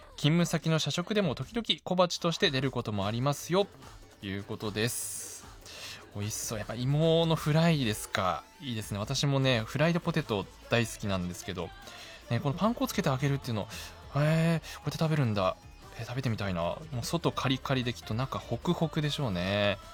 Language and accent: Japanese; Fukushima, Japan; 私もまあ福島浜通り出身ですけれども